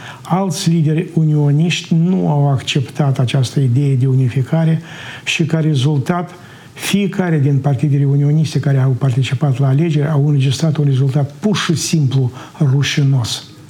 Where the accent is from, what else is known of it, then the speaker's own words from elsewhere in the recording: Moldova; o numim aici în Moldova, numim limba asta moldovenească